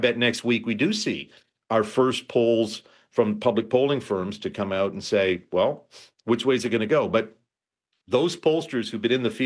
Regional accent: Montreal, Quebec, Canada; born there; And I was actually born in Quebec. I was born in Montreal. I'm an Anglo from Montreal.

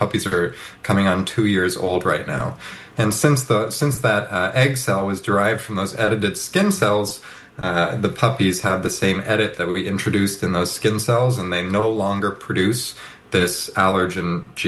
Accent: Toronto, Ontario, Canada; So I've been allergic to dogs my entire life. I grew up in Toronto, actually, and in Canada, and my family could never have a dog because of my allergies.

